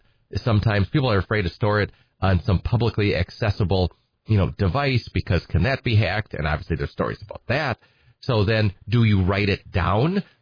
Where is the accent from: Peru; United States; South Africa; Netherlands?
United States; Edgar, Wisconsin; also born or lived in Minneapolis, Minnesota; now in Wausau, United States; I'm from Edgar originally, and, you know, good hometown Wisconsin Badger. My undergrad is from Madison, but I'm from Edgar. I wanted to see what it was like to live in a big city.